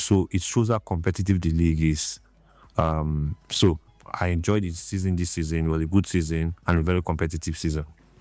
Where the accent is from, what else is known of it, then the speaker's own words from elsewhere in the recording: Rivers, Nigeria; now in Port Harcourt, Nigeria; I'm just a Nigerian football lover